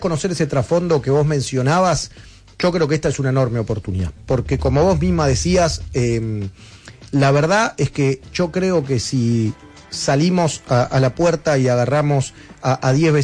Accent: Buenos Aires, Argentina

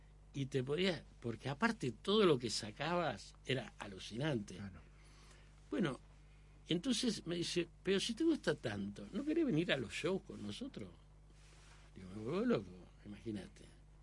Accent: Buenos Aires, Argentina; Nací en Villa Crespo, me crié toda la vida en Villa Crespo

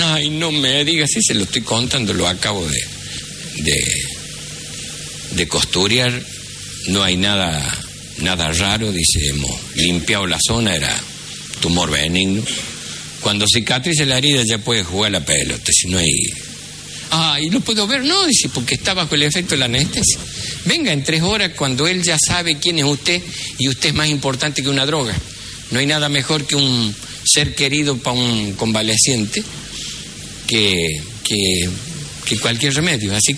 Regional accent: Cosquín, Córdoba, Argentina; para contarle una historia que me ocurrió a mí, acá en Cosquín. Yo soy de Cosquín.

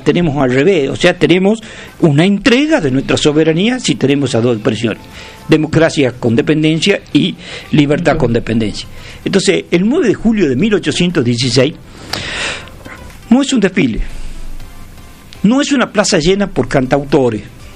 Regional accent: Tucumán, Argentina; nosotros los tucumanos

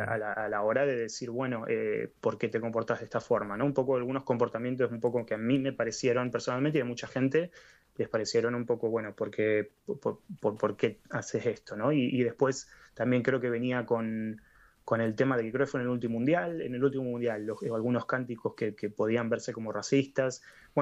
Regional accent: Spain; moved away; also born or lived in Argentina; yo crecí en España

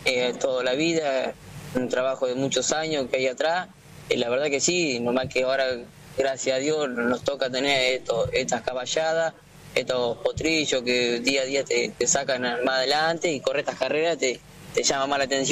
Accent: Olavarría, Buenos Aires Province, Argentina; Yo soy de Olavarría

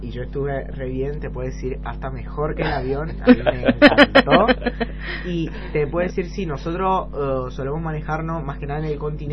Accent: Italy; Spanish is a second language; now in Argentina; me manejo medianamente bien con el español, porque yo vine con una base de Italia. Obviamente allá en Italia nos enseñan el castellano de España, justamente por cuestiones geográficas.

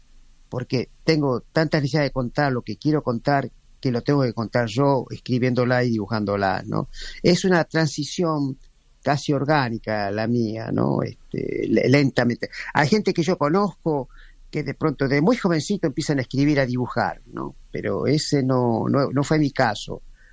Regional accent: Buenos Aires, Argentina; born there; also born or lived in Mercedes, Corrientes; Y nací en Buenos Aires.

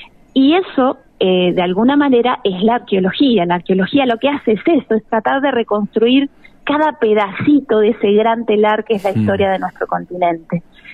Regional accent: Argentina

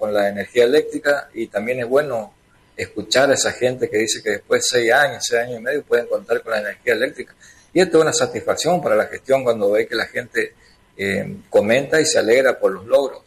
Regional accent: Napenay, Chaco, Argentina; yo como soy nacido y criado en Napenay, la verdad que me emociona escuchar estas palabras a veces y sus vivencias.

